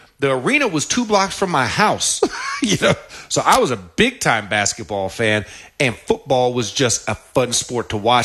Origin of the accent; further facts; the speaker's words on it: Orlando, Florida, United States; I grew up in Orlando.